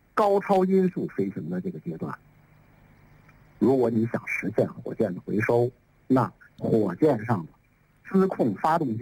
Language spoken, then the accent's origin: Chinese; China; 那我们中国人尝试了第三种技术路径